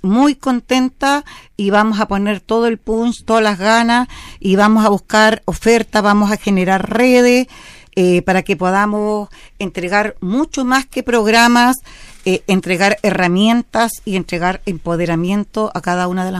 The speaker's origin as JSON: {"language": "Spanish", "town": "Maullín", "region": "Los Lagos", "country": "Chile", "said": "digo que soy de Maullín"}